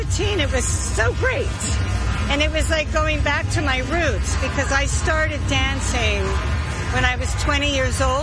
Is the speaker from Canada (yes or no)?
yes; Canada; now in New York, United States; I moved to New York. I'm from Canada.